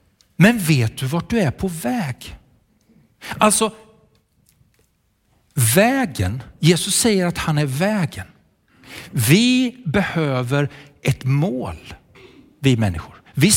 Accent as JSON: {"language": "Swedish", "country": "Sweden", "said": "men jag kommer från Sverige."}